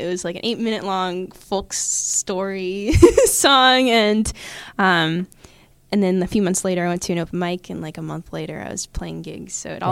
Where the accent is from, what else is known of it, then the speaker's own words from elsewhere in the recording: Illinois, United States; now in Pittsburgh, United States; Yeah, so I actually grew up in Illinois. I only moved to Pittsburgh in September, so I've been here just under a year. So I really came up in the music scene back in Illinois, about an hour outside of Chicago.